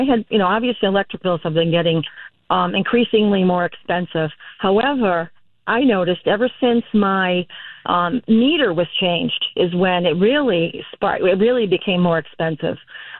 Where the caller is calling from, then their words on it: Portsmouth, Rhode Island, United States; I'm from Portsmouth, Rhode Island.